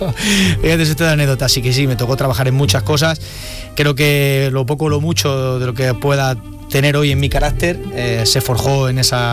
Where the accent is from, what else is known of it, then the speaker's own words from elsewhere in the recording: Basque Country, Spain; born there; al nacer en el País Vasco, yo creo que nací en Guipúzcoa, era lógico que el equipo que fuera de mis amores en ese momento fuera el de la Real Sociedad, ¿no?